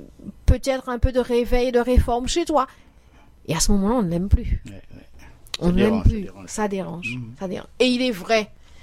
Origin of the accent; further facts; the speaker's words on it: Guadeloupe; chez nous, en Guadeloupe, on dit « débrouillard pas méché ».